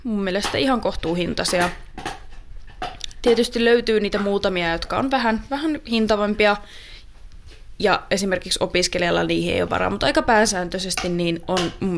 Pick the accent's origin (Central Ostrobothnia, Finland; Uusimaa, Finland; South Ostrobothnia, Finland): Central Ostrobothnia, Finland; Kokkola; moved away as an adult; now in Vaasa, Finland; Kokkolasta, mistä itse olen kotoisin